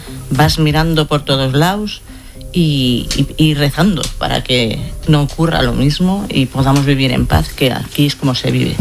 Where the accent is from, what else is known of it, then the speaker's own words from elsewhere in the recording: Tarragona, Catalonia, Spain; moved away as an adult; now in Melilla, Spain; soy de Tarragona, tengo ahí mis hermanos.